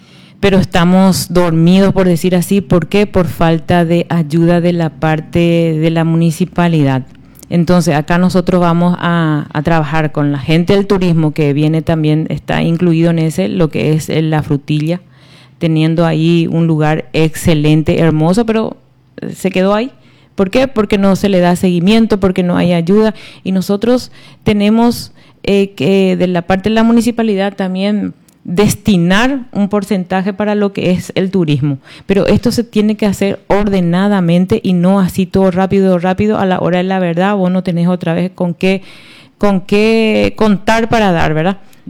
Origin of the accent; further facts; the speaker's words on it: Nueva Alborada, Itapúa, Paraguay; nosotros también aparte somos afectados de Yacineta. Yacineta nos debe muchísimo a nosotros, a los de Nueva Alborada